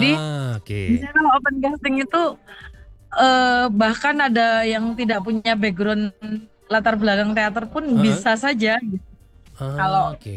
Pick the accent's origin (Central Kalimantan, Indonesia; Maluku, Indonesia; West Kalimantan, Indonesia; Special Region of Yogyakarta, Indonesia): Special Region of Yogyakarta, Indonesia; Yogyakarta; saya di Jogja, saya asli Jogja